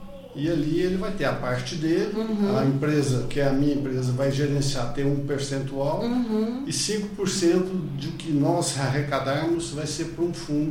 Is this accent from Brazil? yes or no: yes; Candeias, Minas Gerais, Brazil; now in Divinópolis, Brazil; porque eu adotei a cidade e fui adotado. Eu não sou daqui, sou de Candeias.